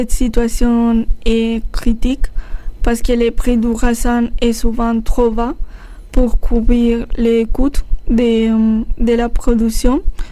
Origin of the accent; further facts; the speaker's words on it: Castilla-La Mancha, Spain; French is a second language; Mais moi, je viens de Castilla-La Mancha, qui c'est en région... qui vivent de l'agriculture, parce que c'est une llanure, donc ça permet de l'agriculture, on dira. Et mes parents, ils sont agriculteurs.